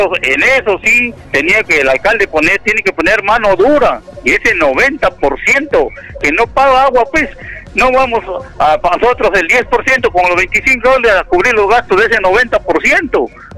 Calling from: Tambogrande, Piura, Peru

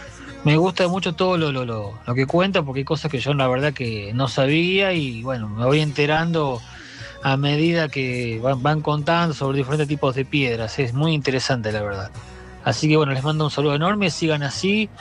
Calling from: Los Polvorines, Buenos Aires Province, Argentina; soy de Los Polvorines.

